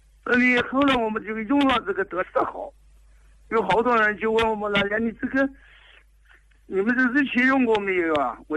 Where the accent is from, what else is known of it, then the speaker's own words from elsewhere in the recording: Jiangsu, China; 所以大米饭呢，我们江苏这边的吃的大米饭是吧？一般都是以大米为主了，是吧？不是像东北那边啊，是高粱啊